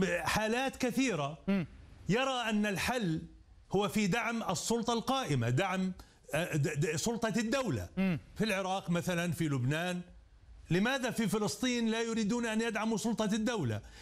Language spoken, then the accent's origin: Arabic; Palestine; أنا أنطلق من منطلقاتي الذاتية كفلسطيني.